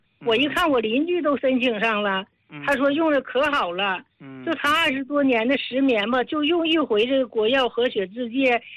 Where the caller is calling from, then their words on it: Shenyang, Liaoning, China; 我是沈阳的。